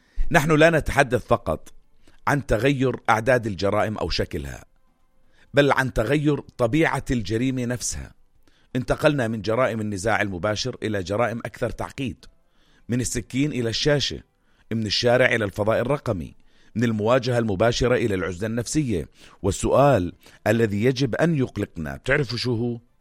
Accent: Jordan; وهذا اللي صار عندنا بالأردن

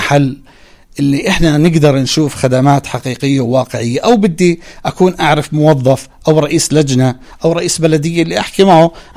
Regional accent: Jordan; أنا كمواطن أردني

